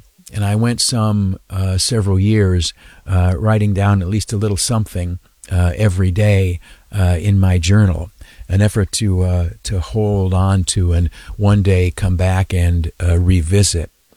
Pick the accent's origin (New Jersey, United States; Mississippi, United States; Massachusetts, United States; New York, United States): New York, United States; Canisteo; I went in the afternoon down to my hometown. I grew up in Canastillo, New York, in the southern tier in Steuben County.